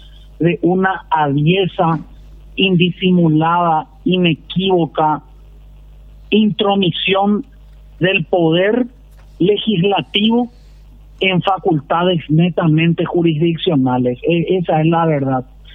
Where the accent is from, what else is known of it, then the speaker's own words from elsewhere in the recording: Paraguay; como ciudadano paraguayo, como un súbdito de este país